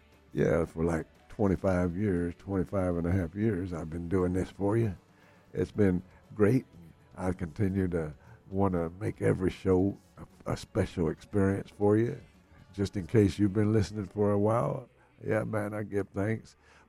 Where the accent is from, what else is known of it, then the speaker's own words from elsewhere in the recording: Irving, Texas, United States; now in Winter Park, Florida, United States; I grew up in Dallas, Texas, Irving, Texas, right outside of Dallas. I've been in Florida for 45 years